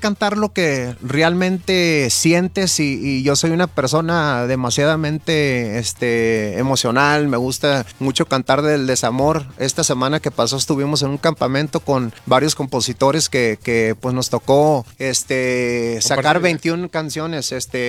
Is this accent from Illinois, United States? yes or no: no; Los Angeles, California, United States; born there; Nacido en el sur centro de Los Ángeles, raíces de Nayarit y Zacatecas.